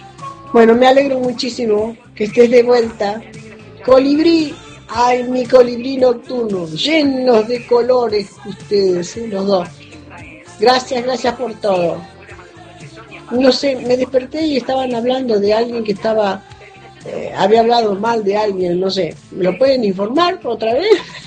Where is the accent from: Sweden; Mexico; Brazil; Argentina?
Argentina; Florida, Buenos Aires Province; No soy de Munro, soy de Florida.